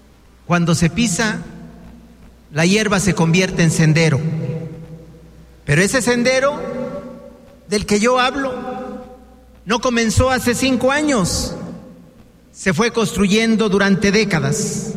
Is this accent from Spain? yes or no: no; Zacatecas, Mexico; de allá, de donde yo vengo, del campo zacatecano, la gente no se sabe rajar